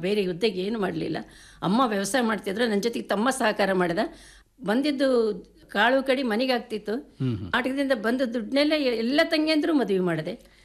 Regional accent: Maremmanahalli, Karnataka, India

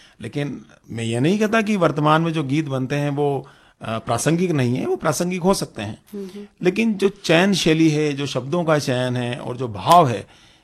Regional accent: Indore, Madhya Pradesh, India; मैं इंदौर के निवासी हूँ और मालवा क्षेत्र आपको मालूम है कि हमारी मीठी बोली के लिए बड़ा प्रसिद्ध है।

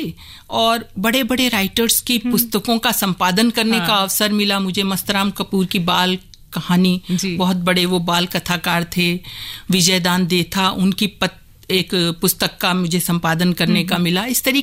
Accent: Bikaner, Rajasthan, India; moved away as an adult; now in Delhi, India; अब वो तो मेरा अपना शहर, वहीं पली बड़ी, तो मुझे कोई दिक्कत नहीं हुई। मैं वहां रही 1991 से 1994 तक, मैं बीकानेर में रही

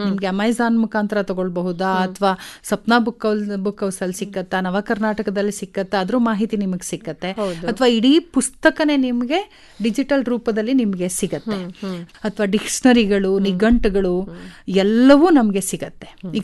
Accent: Karnataka, India; ನಾವು ಕನ್ನಡಿಗರಾಗಿ

